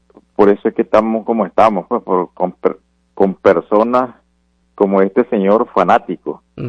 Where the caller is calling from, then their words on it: Nicaragua; Ortega, en mi país, 40 años en el poder casi.